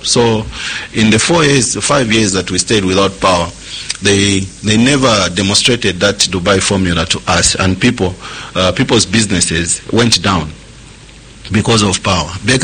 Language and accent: English; Lusaka, Lusaka Province, Zambia; I'm born and bred in Munali constituency. I was born in Mutendere, grew up in Mutendere.